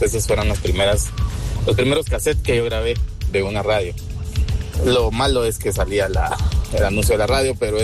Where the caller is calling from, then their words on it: Jutiapa, Guatemala; Yo soy de Jutiapa.